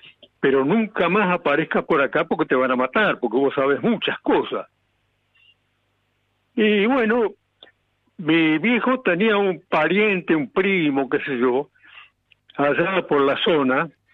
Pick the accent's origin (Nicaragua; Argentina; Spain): Argentina